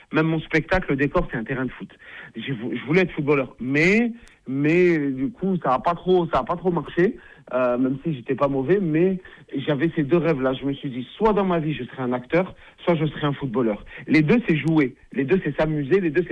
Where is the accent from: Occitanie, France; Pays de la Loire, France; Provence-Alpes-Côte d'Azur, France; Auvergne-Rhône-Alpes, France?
Auvergne-Rhône-Alpes, France; Grenoble; Bah, quand on vient déjà de Grenoble, je prends toute la région, hein, avec Grésivaudan, le Mélan là-bas, Échirolles, Pouquet, tout.